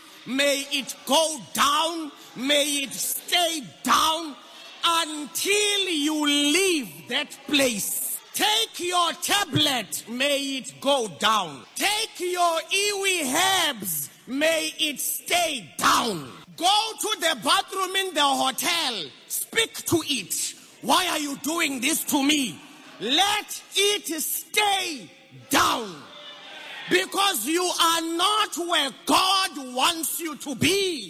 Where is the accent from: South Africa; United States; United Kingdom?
South Africa; I come from South Africa.